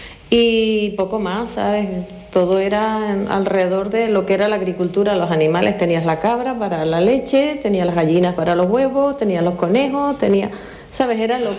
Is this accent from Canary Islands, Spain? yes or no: yes; Icod de los Vinos, Canary Islands, Spain; Sí, yo pasé toda mi infancia en Santa Bárbara, en Icos de los Vinos. Pues soy la mayor de 4 hermanos, una familia muy humilde, que se dedicaba también pues a la agricultura y poco más.